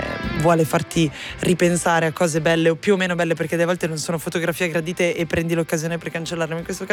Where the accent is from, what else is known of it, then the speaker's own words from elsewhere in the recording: Milan, Lombardy, Italy; Forse perché sono milanese?